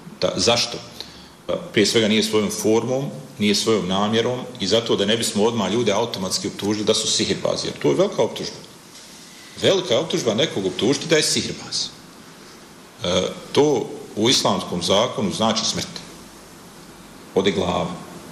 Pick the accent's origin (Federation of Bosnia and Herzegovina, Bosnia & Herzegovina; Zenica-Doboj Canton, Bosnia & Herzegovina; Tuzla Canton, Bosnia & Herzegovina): Zenica-Doboj Canton, Bosnia & Herzegovina; Maglaj; Ja sam se često družio sa starim ljudima, pogotovo kod nas u Maglajevo, sa ljudima iz džamije.